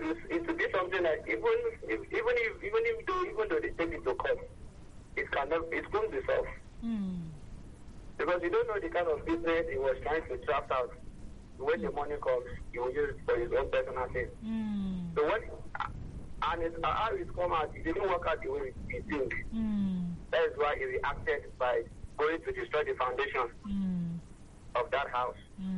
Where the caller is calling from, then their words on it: Lupeju, Lagos, Nigeria; I'm calling from Lupeju.